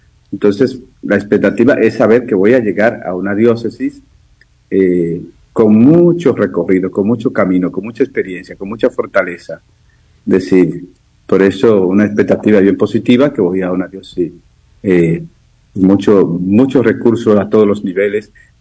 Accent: San Francisco de Macorís, Duarte, Dominican Republic; yo soy de San Francisco

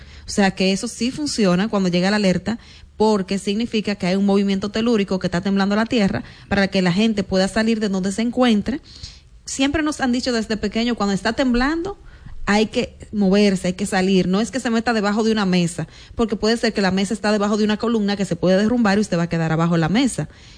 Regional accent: Dominican Republic

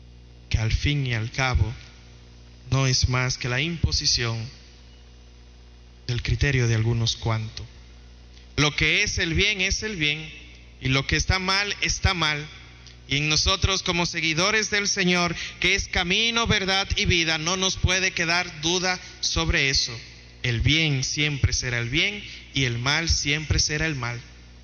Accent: Dominican Republic; born there; Nosotros que tenemos la dicha de haber nacido primero en esta bendita República Dominicana, que está, ¿verdad?, permeada por los valores del cristianismo, y más aún en este Cibao, permeado más fuertemente por estos valores cristianos católicos

